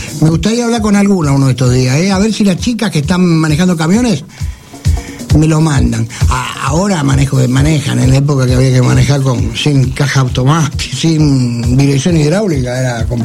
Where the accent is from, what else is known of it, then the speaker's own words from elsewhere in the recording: Buenos Aires, Argentina; Soy un viejo vecino de la zona, no soy de colegiales, pero soy de Villaortúzar, que está pegado al lado.